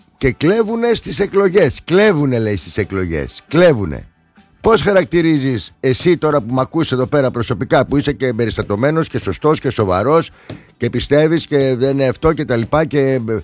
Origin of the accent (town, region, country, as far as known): Greece